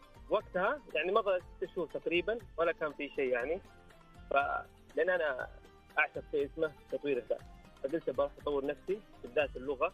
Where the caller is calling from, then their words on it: Mecca, Makkah Province, Saudi Arabia; من مكة يا حبيب.